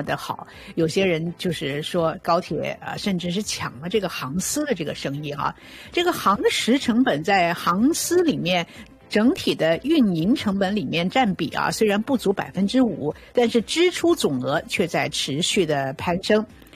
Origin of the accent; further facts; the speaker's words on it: Sichuan, China; 我家乡四川